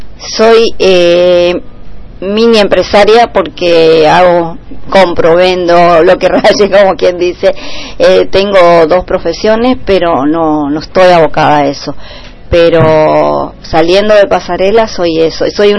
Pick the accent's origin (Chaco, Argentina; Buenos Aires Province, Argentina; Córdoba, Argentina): Chaco, Argentina; Soy orgullosa de ser chaqueña, sí.